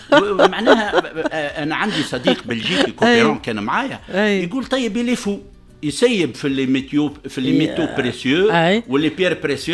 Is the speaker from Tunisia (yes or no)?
yes; Mellita, Medenine, Tunisia; مليطة، مليطة الأبية، مليطة أصلي مليتا. أنا انطلقت من مليتا ثم من جزيرة جربة ثم احنا توانسة. احنا تونس